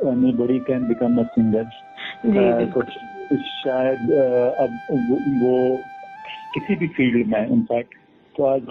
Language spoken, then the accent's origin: Hindi; Jammu and Kashmir, India; मेरा जन्म कश्मीर में हुआ, मैं कश्मीर से बिलोंग करता हूँ।